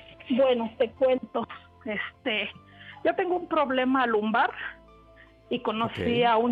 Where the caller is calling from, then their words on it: State of Mexico, Mexico; Tengo 52 años y soy del Estado de México.